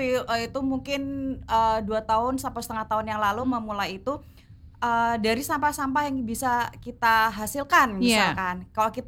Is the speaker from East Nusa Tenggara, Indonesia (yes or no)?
no; Bali, Indonesia; now in Surabaya, Indonesia; Saya lahir di Surabaya, tapi besarnya di Bali.